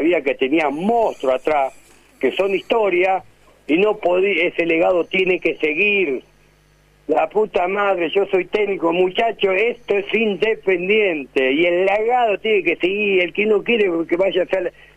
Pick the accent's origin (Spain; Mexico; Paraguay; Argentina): Argentina; no es la imagen que somos los argentinos